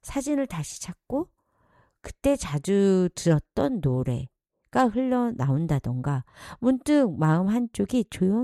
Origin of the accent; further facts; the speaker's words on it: South Korea; 우리는 사실 한국 사람은 빨리빨리, 빨리빨리, 빨리빨리.